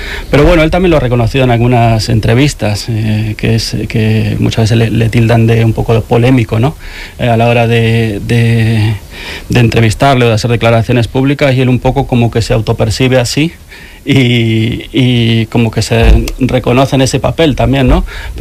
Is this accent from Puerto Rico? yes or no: no; Argentina; now in Cantabria, Spain; Además soy argentino